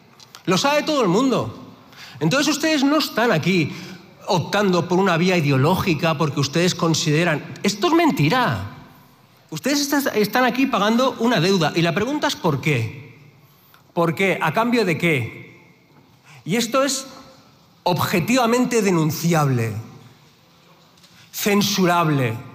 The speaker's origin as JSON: {"language": "Spanish", "region": "Catalonia", "country": "Spain", "said": "Somos casi 10 millones de personas en Cataluña."}